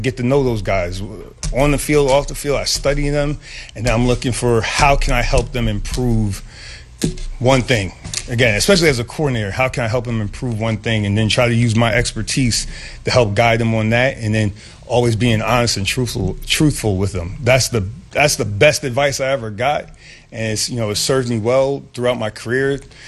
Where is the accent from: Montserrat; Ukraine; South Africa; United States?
United States; Waterbury, Connecticut; here I'm a kid from Waterbury, Connecticut